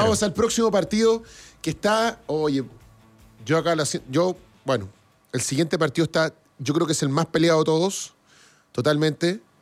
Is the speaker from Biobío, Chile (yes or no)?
no; Viña del Mar, Valparaíso, Chile; Paradero 15 de Avenida Liverpool. Yo nacido y criado ahí.